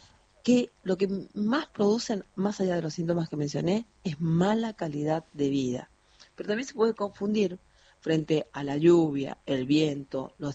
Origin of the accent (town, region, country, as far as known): Bellavista, Corrientes, Argentina; born or raised there; now in Buenos Aires, Argentina